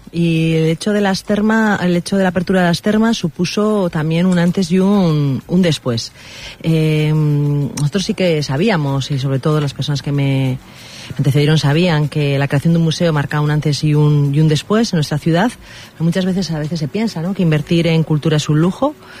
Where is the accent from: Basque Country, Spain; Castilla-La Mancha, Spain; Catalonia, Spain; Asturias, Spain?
Basque Country, Spain; Irún; como es nuestra ciudad, pues al final una ciudad diversa